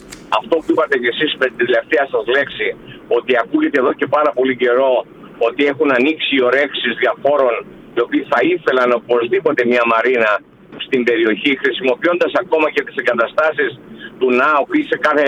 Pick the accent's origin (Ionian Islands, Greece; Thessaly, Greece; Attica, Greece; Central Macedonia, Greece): Ionian Islands, Greece; Corfu; εγώ ως Κερκυραίος